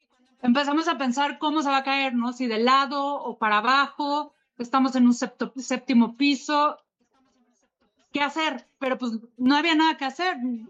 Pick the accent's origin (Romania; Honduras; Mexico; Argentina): Mexico; Mexico City; Yo soy de la Ciudad de México, de la Condesa, o sea, Híjole. Sé lo que son los terremotos.